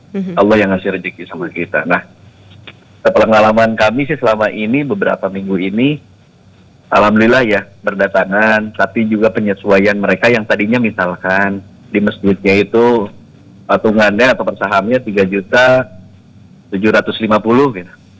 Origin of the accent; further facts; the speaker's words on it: West Java, Indonesia; kita Jawa Barat atau saya di Bandung gitu